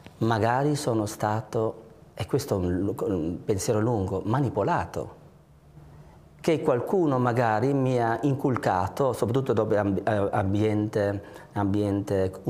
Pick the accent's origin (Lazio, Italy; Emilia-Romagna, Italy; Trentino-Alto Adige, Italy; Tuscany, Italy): Trentino-Alto Adige, Italy; Bolzano; Io sono cresciuto, come tutti nei miei tempi, sono cresciuto a Bolzano e sono andato a chiesa.